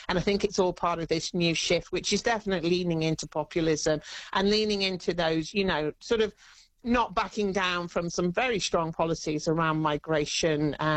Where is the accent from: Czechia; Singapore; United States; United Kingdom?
United Kingdom; moved away; But as a Brit originally, England always get really hyped up and then they always lose at the semis if they get that far.